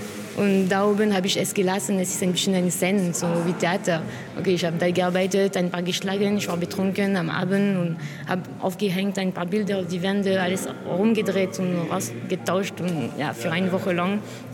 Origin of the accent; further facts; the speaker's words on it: France; German is a second language; ich bin Französin. Ich studiere hier seit 5 Jahren in Klasse Gregor Schneider.